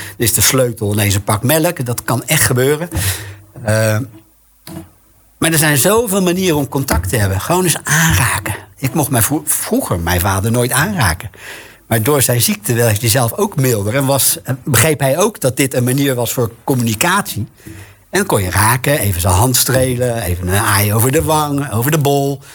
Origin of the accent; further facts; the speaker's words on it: Rotterdam, South Holland, Netherlands; En dan maar even om dat andere heen te lullen, zou ik als Rotterdammer kunnen zeggen.